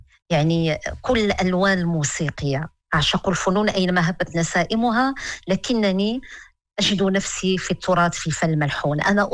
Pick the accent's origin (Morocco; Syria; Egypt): Morocco; وأحرص على أن أتحدث باللهجة المغربية الراقية الجميلة اللي احنا كنعرفوها كاملين كمغاربة